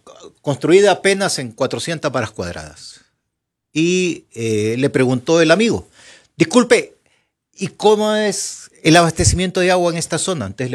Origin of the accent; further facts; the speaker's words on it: Honduras; En mi país, en mi querida Honduras, yo nunca había visto